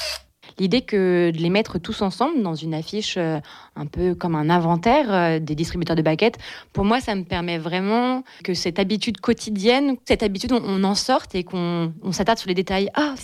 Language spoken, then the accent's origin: French; Nouvelle-Aquitaine, France; now in La Rochelle, France; je suis installée à l'atelier Blétry à La Rochelle, mais je suis originaire du nord des Deux-Sèvres, près de la ville de Bressuire.